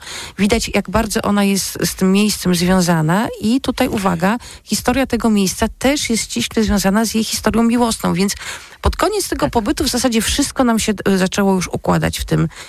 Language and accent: Polish; Gdańsk, Pomeranian Voivodeship, Poland; My jesteśmy z Gdańska, przyjeżdżaliśmy do Warszawy, zostawaliśmy na weekend i rozmawialiśmy.